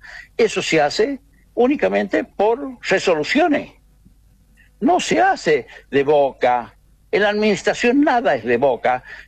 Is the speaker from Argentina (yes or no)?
yes; Argentina; Claro que soy argentino.